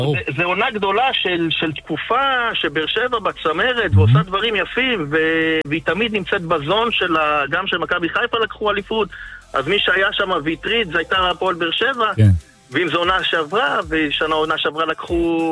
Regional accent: Eilat, Southern District, Israel; now in Kfar Tavor, Israel; אחד שלא גדל בעיר, גדלתי באילת.

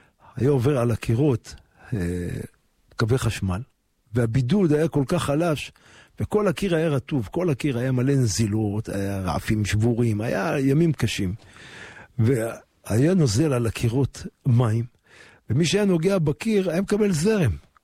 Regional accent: Jerusalem, Jerusalem District, Israel; ושם גדלנו.

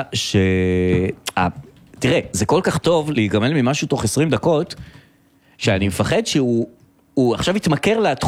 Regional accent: Petah Tikva, Central District, Israel; born there; אבל אני נולדתי בבית חולים השרון. אני נולדתי שם.

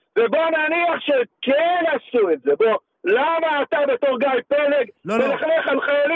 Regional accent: Nahariya, Northern District, Israel; born there; also born or lived in Morocco; באנו, היינו ישר למעברות של נהריה, לפחונים

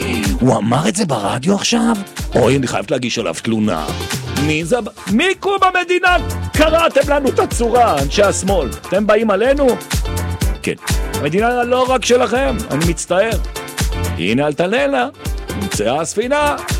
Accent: Jerusalem, Jerusalem District, Israel; אני ירושלמי, וככה חונכתי

